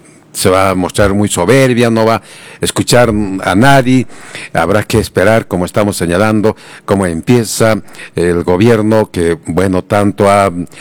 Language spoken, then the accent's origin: Spanish; Peru